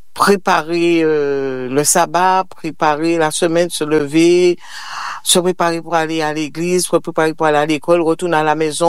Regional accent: Petit-Canal, Guadeloupe; moved away as an adult; Eh bien, petite fille, je suis guadeloupéenne. J'ai été élevée dans une petite commune de la Guadeloupe qui est la Petit Canal.

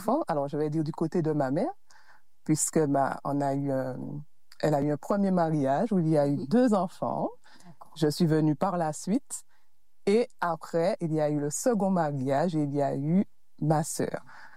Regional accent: Le Robert, Martinique; Eh bien, j'ai grandi au Robert. Hein? Je suis née en Martinique.

